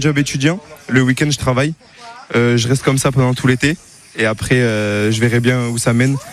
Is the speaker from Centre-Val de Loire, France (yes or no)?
no; Mont-de-Marsan, Nouvelle-Aquitaine, France; born there; je suis né ici, à Mont-de-Marsan.